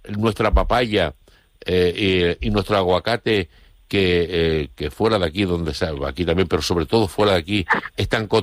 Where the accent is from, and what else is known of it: Canary Islands, Spain